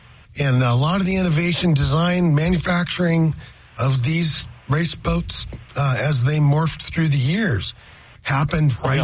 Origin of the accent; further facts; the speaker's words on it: Seattle, Washington, United States; I was from Ballard